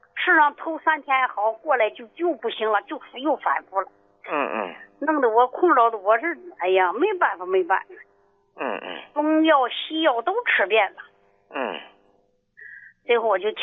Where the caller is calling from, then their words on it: Tianjin, China; 我是天津滨海新区的。